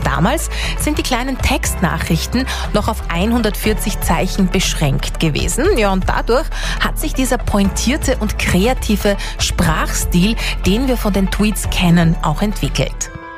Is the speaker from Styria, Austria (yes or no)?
yes; Styria, Austria; Ja, ich komme nicht aus Tirol, sondern aus der schönen Steiermark.